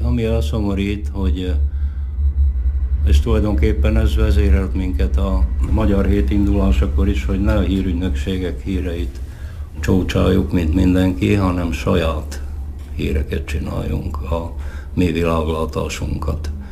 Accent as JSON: {"language": "Hungarian", "region": "Southern Slovakia", "country": "Slovakia", "said": "Felvidéki magyarként adott volt a kedvenc téma a megmaradásunk, a kultúránkért való küzdködés."}